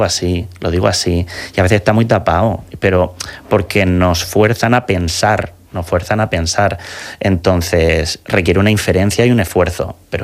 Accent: Region of Murcia, Spain; yo soy de Murcia. Yo inicio mis frases con hacho, ¿verdad? Y la suelo cerrar con pijo

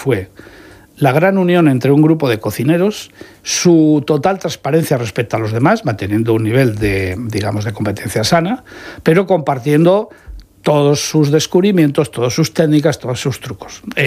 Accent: Burgos, Castile and León, Spain; moved away as an adult; also born or lived in Madrid; now in Murcia, Spain; Yo he vivido más en Murcia que en mi tierra.

